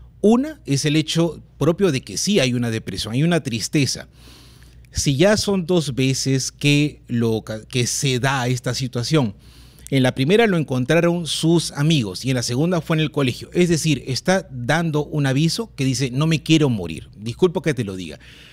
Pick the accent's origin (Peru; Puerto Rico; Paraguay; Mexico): Peru; Callao; yo soy chalaco también